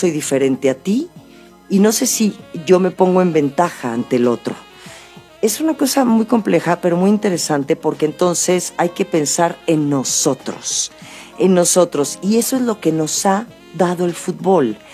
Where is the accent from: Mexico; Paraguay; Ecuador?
Mexico; born there; somos mexicanos al final y eso es muy bonito. A mí me da mucho orgullo y me siento de verdad muy agradecida de haber nacido en este país.